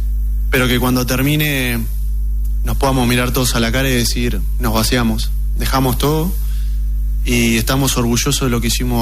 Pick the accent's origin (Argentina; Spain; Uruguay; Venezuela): Uruguay